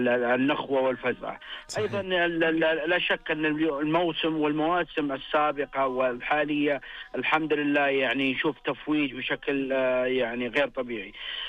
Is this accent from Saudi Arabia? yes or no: yes; Saudi Arabia